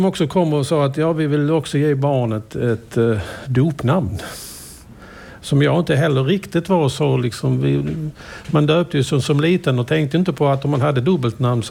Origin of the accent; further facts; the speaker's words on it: Skåne, Sweden; moved away; also born or lived in Latvia; Som österlenare, som skåning.